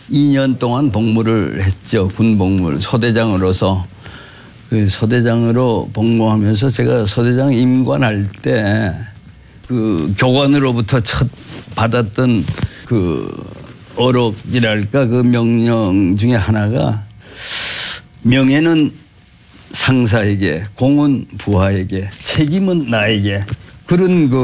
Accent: Taebaek, Gangwon, South Korea; born or raised there

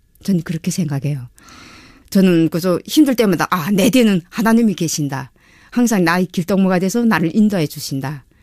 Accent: North Hamgyong, North Korea; moved away as an adult; also born or lived in China; now in South Korea; 북한에 저희 함북도가 고향이고

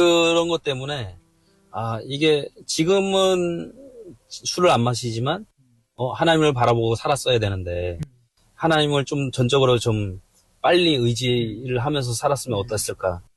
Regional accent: China; now in South Korea; 그 벌써 제가 중국 한국에 온 지도 20몇 년이 됐거든요. 근데 중국에서부터 불렀던 찬양이 하나 있어요.

